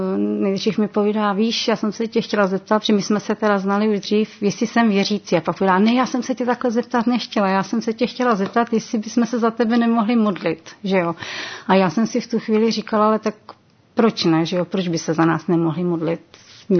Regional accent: Vysoké Mýto, Pardubice Region, Czechia; jsem z Vysokého Mýta

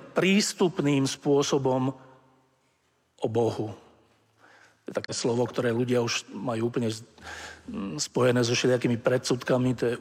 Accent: Bratislava, Bratislava Region, Slovakia; Ja som vyrastal v Bratislave, v Petržalke, to je takéto sídlisko, 100-tisícové, samé paneláky.

